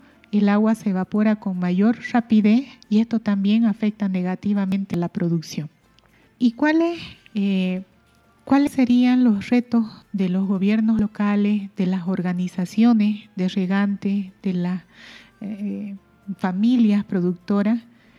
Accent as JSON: {"language": "Spanish", "region": "Santa Cruz", "country": "Bolivia", "said": "Estamos expuestos como valles cruceños"}